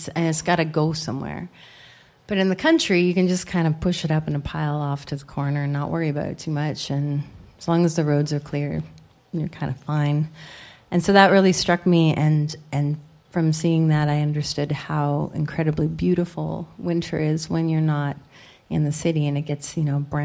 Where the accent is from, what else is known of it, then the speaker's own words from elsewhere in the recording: Quill Lake, Saskatchewan, Canada; moved away; And I grew up on the prairies. I grew up near Quill Lake, Saskatchewan. So, I mean, I knew the country and knew what winter was like out there.